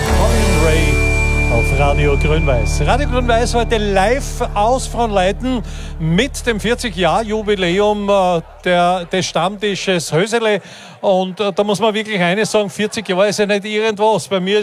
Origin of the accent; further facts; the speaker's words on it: Styria, Austria; Das sind wir Steirer, wir halten lang durch.